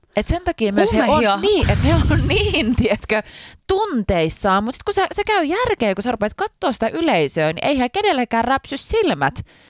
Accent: Jyväskylä, Central Finland, Finland; Mäkin olen kasvanut siellä Jyväskylässä Muurameen lähellä, niin siellä on aika paljon sellaista niittymaisemaa.

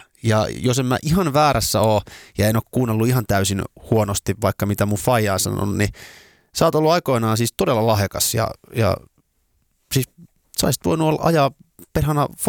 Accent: Pirkanmaa, Finland; mä oon Pirkanmaalta kotosi

